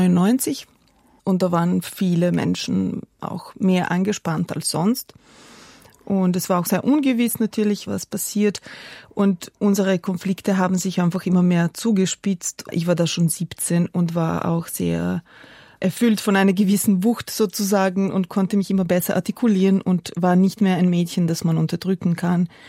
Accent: Croatia; Ich kannte diesen Begriff gar nicht bis zum Jahr 91, 92, als Kinder in Kroatien begonnen haben, mir auf der Straße zuzurufen, dass ich eine Serbin bin oder Chetnik

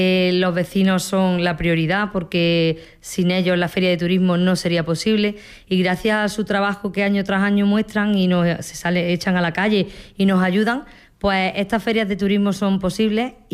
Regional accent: Villanueva del Duque, Andalusia, Spain; born there; de Villanueva del Duque, soy vecina y concejala de esta localidad. Nací aquí, vivo aquí

